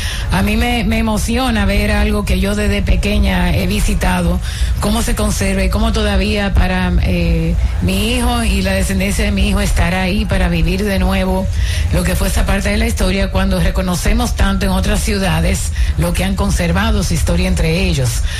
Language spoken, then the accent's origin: Spanish; Dominican Republic; Nosotros los dominicanos